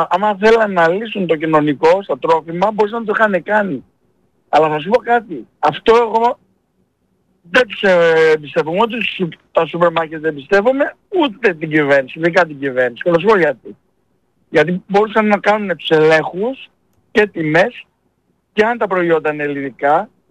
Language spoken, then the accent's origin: Greek; Greece